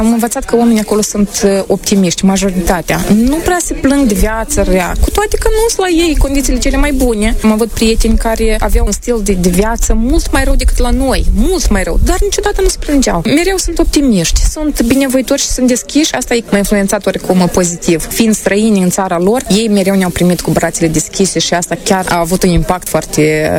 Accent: Hîncești, Hîncești District, Moldova; moved away as an adult; Suntem din Hâncești, Logănești. Aveam procurat apartamentul nostru, că soța noastră ne oricum ne chema acasă. Locuim în Hâncești deja de 5 ani.

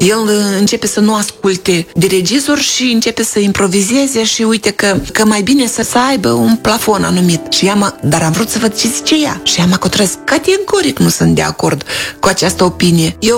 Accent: Orhei, Orhei District, Moldova; știți că și eu sunt din Orhei

